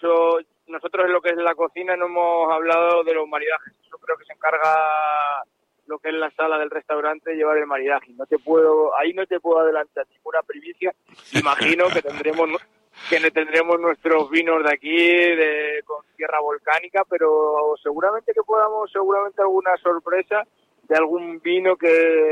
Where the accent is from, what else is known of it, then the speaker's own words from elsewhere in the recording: Madrid, Community of Madrid, Spain; now in Canary Islands, Spain; Yo al final soy madrileño.